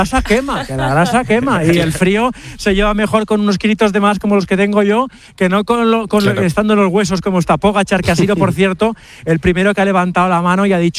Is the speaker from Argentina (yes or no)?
no; Catalonia, Spain; yo soy catalán, con lo cual conozco bien esta zona. Estamos muy cerca de Puigcerdà, para que la gente lo entienda, la frontera natural con Francia a través de un pueblo maravilloso que se llama Bourmadam. Estamos en la Cerdaña, camino de la Seu d'Urgell